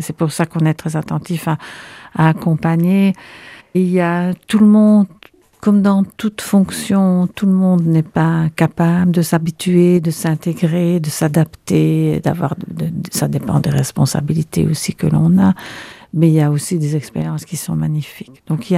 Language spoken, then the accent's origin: French; Liège, Wallonia, Belgium; on a une façon de vivre en Belgique, et pourtant à Liège, on est très chaleureux, mais où quand même chacun reste un peu chez soi